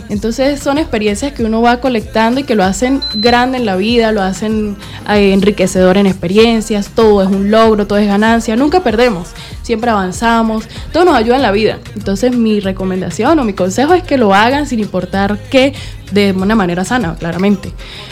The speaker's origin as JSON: {"language": "Spanish", "country": "Venezuela", "said": "No, siempre en mi país, en mi ciudad."}